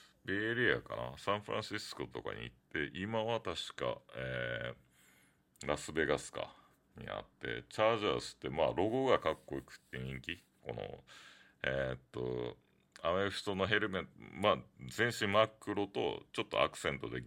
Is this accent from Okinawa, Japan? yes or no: yes; Okinawa, Japan; now in Los Angeles, United States; やっぱ沖縄出身だから